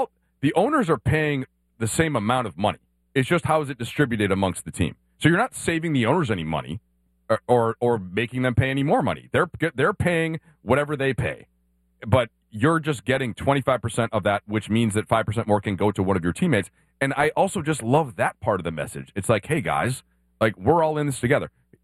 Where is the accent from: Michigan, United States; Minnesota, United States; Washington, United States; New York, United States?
Minnesota, United States; I'm not from Los Angeles. Grew up in Minnesota. Was a Bulls fan because the Timberwolves didn't exist until 1989.